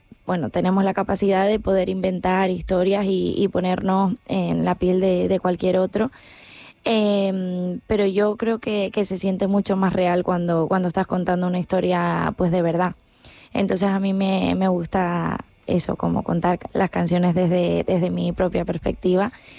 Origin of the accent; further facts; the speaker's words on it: La Palma, Canary Islands, Spain; Y me decían, pero tú eres de aquí, de La Palma. Y yo digo, no, no, de aquí, que este es mi colegio, este es mi recreo.